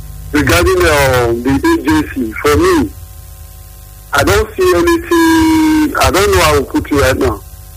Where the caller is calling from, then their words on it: Benin City, Edo, Nigeria; I'm calling from Benin.